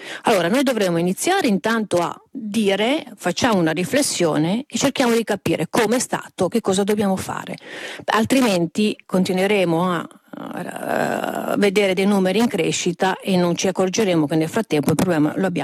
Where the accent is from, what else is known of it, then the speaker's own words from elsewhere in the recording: La Spezia, Liguria, Italy; sono di La Spezia.